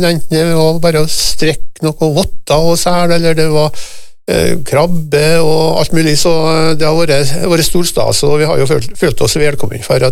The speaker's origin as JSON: {"language": "Norwegian", "region": "Møre og Romsdal", "country": "Norway", "said": "vi er med på det, alle på Nordmøre, så er det liksom et sånn håndfast bevis på at vi er nordmøre, vi er nordmøring alle sammen."}